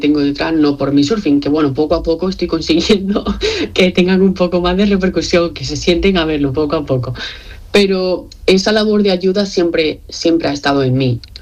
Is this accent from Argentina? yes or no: no; Marbella, Andalusia, Spain; Yo soy de Marbella, ciudad, pueblo, depende de cómo se mire, y es pequeño, tiene 150.000 habitantes con respecto a otras ciudades, ¿no?